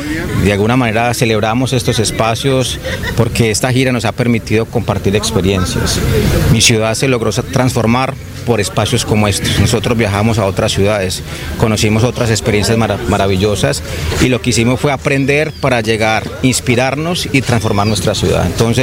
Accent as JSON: {"language": "Spanish", "town": "Medellín", "region": "Antioquia", "country": "Colombia", "said": "Si mi ciudad Medellín pudo"}